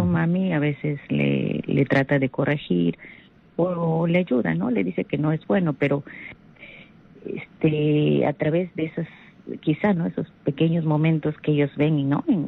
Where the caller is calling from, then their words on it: Chiclayo, Lambayeque, Peru; le hablamos de Chiclayo